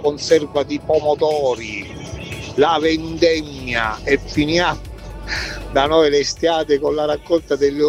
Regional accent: Barcellona Pozzo di Gotto, Sicily, Italy; Io sono un terrone della provincia di Messina, Barcellona, Pozzo di Gotto.

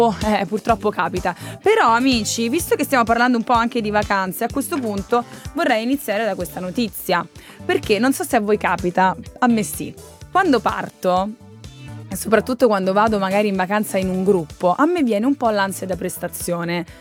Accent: Rome, Lazio, Italy; Io sono romana, Monterotondo.

